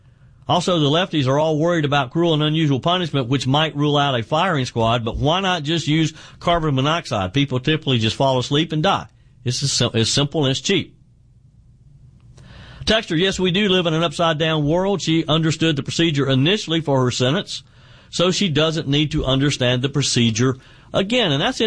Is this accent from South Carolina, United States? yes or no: yes; South Carolina, United States; Tracy says the cost to house an inmate in my home state of South Carolina is about $62 a day